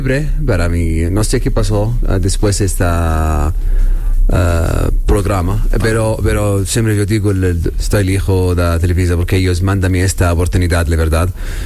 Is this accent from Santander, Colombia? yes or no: no; Medellín, Antioquia, Colombia; Sí, yo veo, soy de Medellín, Colombia.